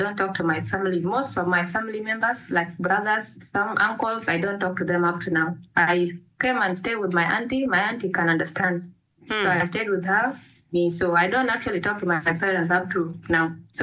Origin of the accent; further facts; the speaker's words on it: South Sudan; Growing up in South Sudan is not easy.